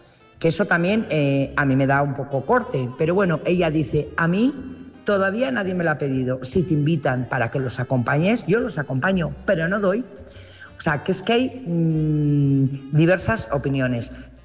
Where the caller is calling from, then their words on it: Burgos, Castile and León, Spain; Buenas noches … corresponsal de Burgos.